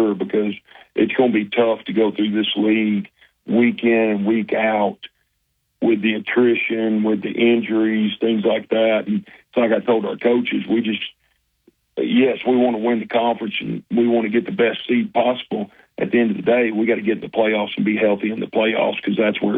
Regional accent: Conway, Arkansas, United States; Well, I'm originally from Conway, and me and Clint were in the same class together up there.

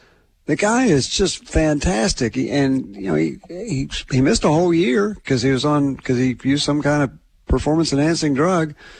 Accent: Oklahoma City, Oklahoma, United States; there are so many Oklahoma fans in Oklahoma, in Lift, growing up in Oklahoma City.

